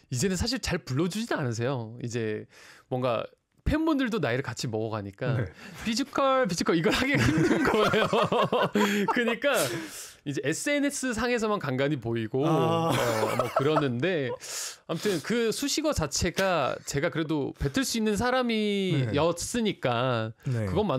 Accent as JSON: {"language": "Korean", "region": "Jeolla", "country": "South Korea", "tie": "born or raised there", "said": "이렇게 문을 열면 네. 황금빛 벼밭이 쫙 펼쳐지는데 그 위에는 엄청 커다란 해가 보이는 거예요. 전라도였거든요."}